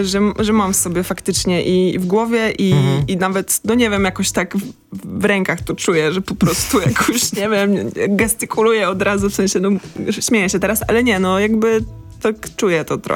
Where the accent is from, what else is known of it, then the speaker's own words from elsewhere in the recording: Wrocław, Lower Silesian Voivodeship, Poland; wychowałam się na Trójkącie Bermudzkim we Wrocławiu